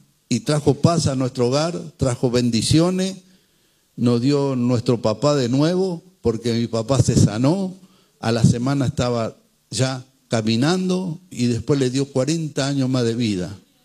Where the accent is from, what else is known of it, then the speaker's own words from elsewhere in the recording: Chaco, Argentina; nosotros somos del Chaco